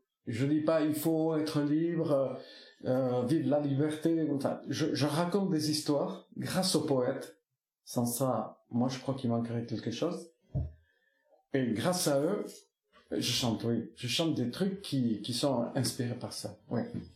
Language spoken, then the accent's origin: French; Nouvelle-Aquitaine, France